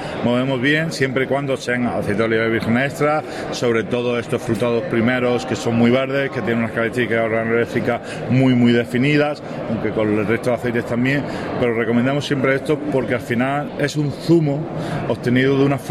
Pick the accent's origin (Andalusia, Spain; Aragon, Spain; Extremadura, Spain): Andalusia, Spain; conozcáis nuestra provincia. Nuestra provincia es un mar de aceite, es un mar de olivos y además tiene ciudades patrimonio de la humanidad como Úbeda y Baeza. Tenemos una catedral en Jaén que es una maravilla